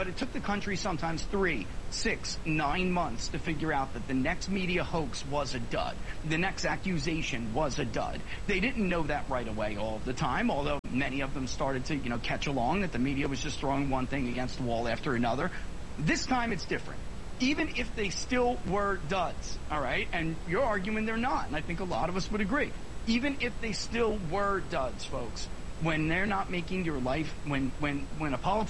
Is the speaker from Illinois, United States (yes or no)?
no; New York, United States; And I'm originally from New York. I'm not, you know, I'm living in the South now, but I was, you know, a native New Yorker.